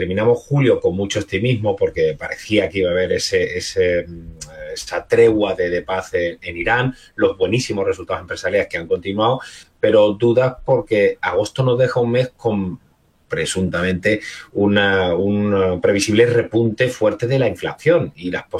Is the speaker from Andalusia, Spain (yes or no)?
yes; Seville, Andalusia, Spain